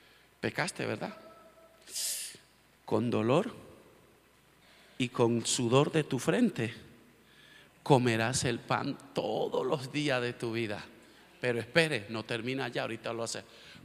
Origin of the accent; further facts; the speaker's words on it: La Guajira, Colombia; moved away; yo que soy de La Guajira, y La Guajira tiene una parte desértica